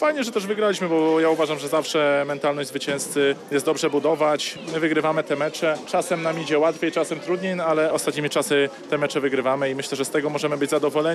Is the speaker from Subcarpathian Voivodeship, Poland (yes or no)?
no; Kraków, Lesser Poland, Poland; jestem z Krakowa. Kilka kilometrów stąd tak naprawdę wychowywałem się